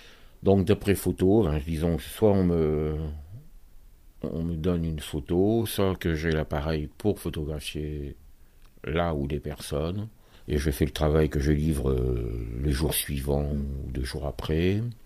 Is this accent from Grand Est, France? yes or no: no; Royan, Nouvelle-Aquitaine, France; now in Toulouse, France; à Royan, justement. Ça me permet de retrouver ma ville natale.